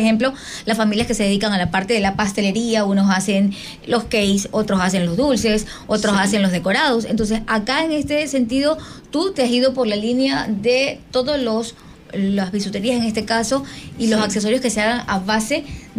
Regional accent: Manabí, Ecuador; los manavitas

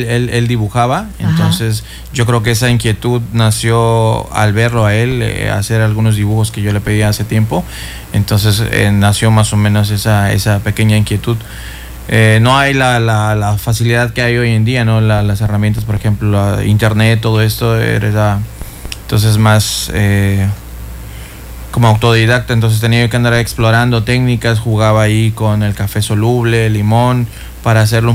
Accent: Cancún, Quintana Roo, Mexico; born there; also born or lived in Tuxtla Gutiérrez, Chiapas; Originariamente soy de Tuxtla Gutiérrez, Chiapas, pero tengo casi toda mi vida aquí. Tengo más de 30 años en Cancún, entonces toda mi formación ha sido aquí.

